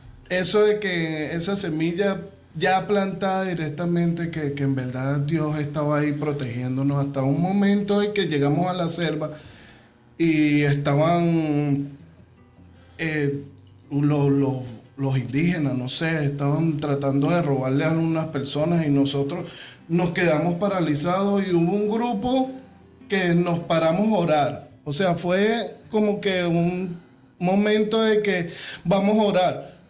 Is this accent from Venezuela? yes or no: yes; Venezuela; moved away as an adult; now in United States; antes vivía en Venezuela, como lo acabo de decir, soy venezolano, vivía en Venezuela.